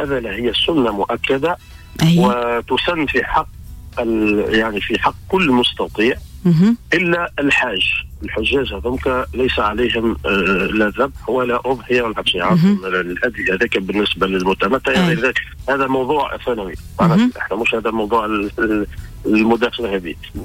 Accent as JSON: {"language": "Arabic", "country": "Tunisia", "said": "احنا ديما نمشيو في تونس, في بلادنا تونس ديما نمشيو على المذهب المالكي, كلنا معروفين احنا مالكية."}